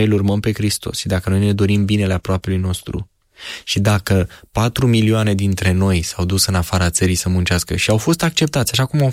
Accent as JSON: {"language": "Romanian", "country": "Romania"}